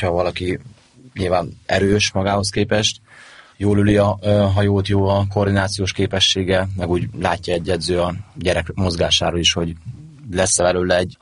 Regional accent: Tiszaújváros, Borsod-Abaúj-Zemplén, Hungary; én Tiszaújvárosban nőttem fel

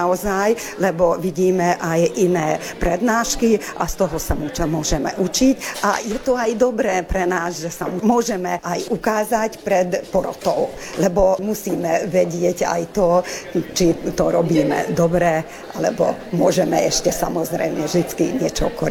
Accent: Hungary

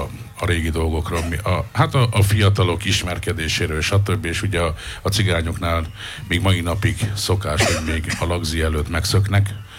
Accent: Nagyecsed, Szabolcs-Szatmár-Bereg, Hungary; Ugye én Nagyecseden nevelkedtem

